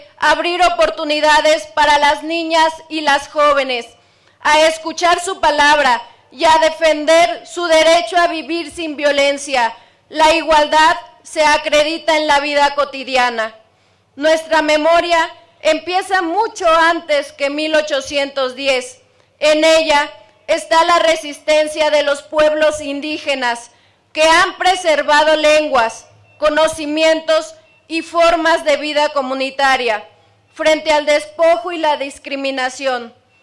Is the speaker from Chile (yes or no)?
no; Mexico